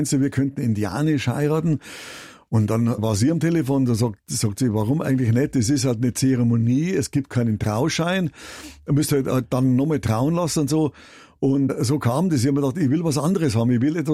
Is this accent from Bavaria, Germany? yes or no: yes; Bavaria, Germany; born there; Das geht nicht, sag ich, ich bin hier in Bayern geboren, ich liebe meinen Glauben, ich liebe diese Kultur und alles hier und her